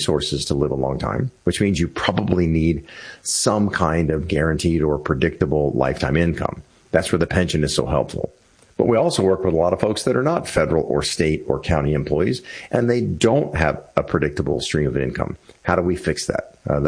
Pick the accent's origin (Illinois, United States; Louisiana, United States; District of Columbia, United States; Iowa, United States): District of Columbia, United States; Washington; I grew up in the Washington, D.C. area.